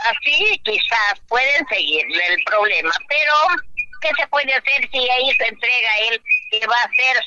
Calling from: Íllimo, Lambayeque, Peru; Desde Íllimo, mi reina, desde Íllimo

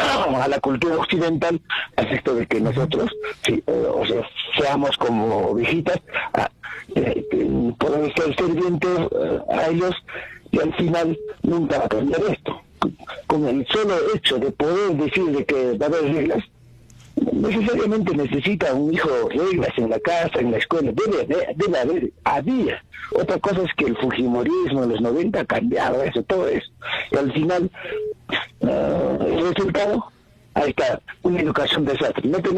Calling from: Azángaro, Puno, Peru; Desde Azángaro, ¿no?

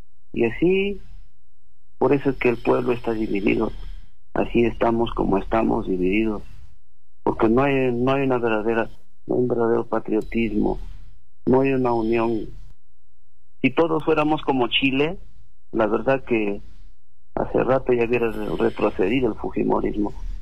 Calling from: Peru; nos ufanamos de ser peruanos

